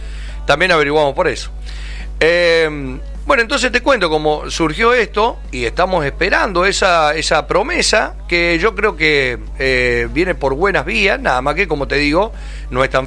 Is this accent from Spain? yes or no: no; Argentina; me gusta jugar al truco, ¿viste? Como todo argentino.